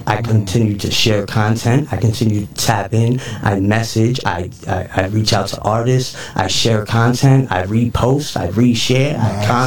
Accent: New York City, New York, United States; Yeah, I'm going to start with my neighborhood, naturally. You know what I'm saying? 1520 Cedric Avenue.

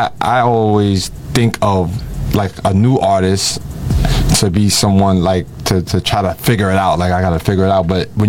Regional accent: New York, United States

